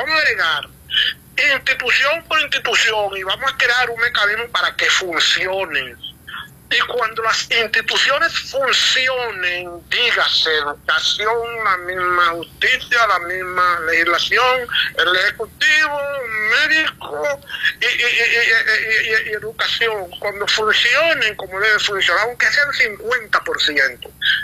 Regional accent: Dominican Republic; Yo lo que quiero es brindar o sacar de mi seso lo que yo aprendí para yo no, como dominicano, para cuando yo tenga a ti diciendo eso

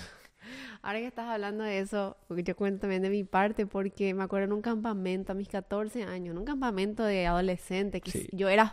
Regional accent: Paraguay; moved away as an adult; now in United States; toda mi familia, toda mi tierra, todos están en Paraguay.

